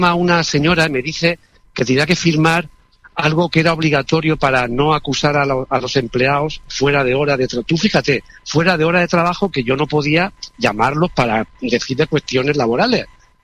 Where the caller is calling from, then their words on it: Cieza, Region of Murcia, Spain; Yo soy de Cieza.